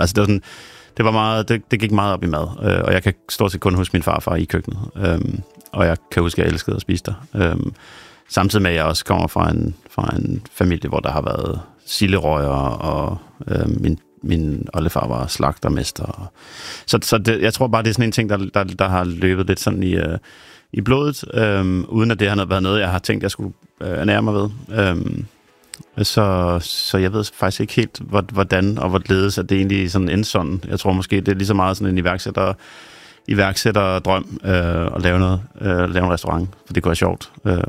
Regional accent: Rønne, Capital Region of Denmark, Denmark; born there; Det er i Rønne, ja.

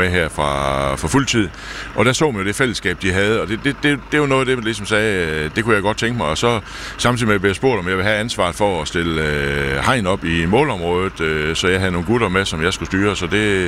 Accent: Vejle, Region of Southern Denmark, Denmark; nu kommer jeg selv fra Vejle

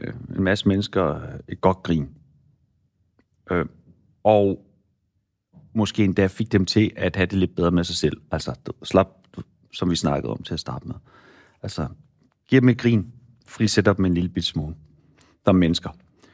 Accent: Central Denmark Region, Denmark; Så fordi jeg er vokset op i Midtjylland og kun har haft engelsk i 3 år, så er mit engelsk jo så skole dansk.

